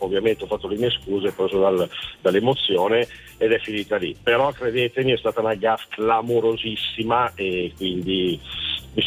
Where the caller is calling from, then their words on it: Cornaredo, Lombardy, Italy; da Cornaredo.